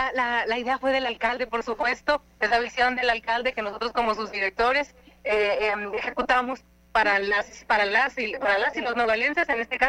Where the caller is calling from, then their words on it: Nogales, Sonora, Mexico